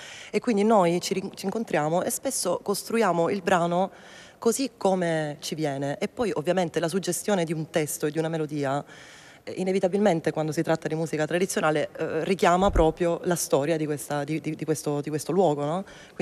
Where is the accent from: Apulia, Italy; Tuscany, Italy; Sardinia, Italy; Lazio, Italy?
Apulia, Italy; Salve; born there; è il mio paese.